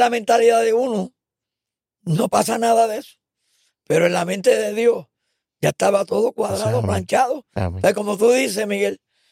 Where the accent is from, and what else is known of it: Ponce, Puerto Rico; born or raised there